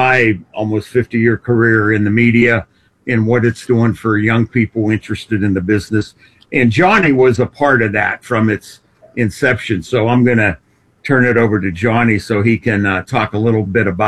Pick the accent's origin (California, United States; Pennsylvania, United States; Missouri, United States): Pennsylvania, United States; Pittsburgh; I grew up in the Pittsburgh area